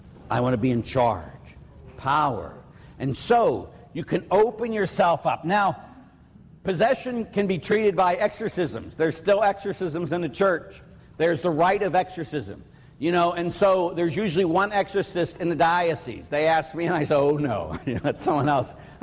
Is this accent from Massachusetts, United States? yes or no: no; Pittsburgh, Pennsylvania, United States; And at Waldemar, because we're from Pittsburgh, we came up there.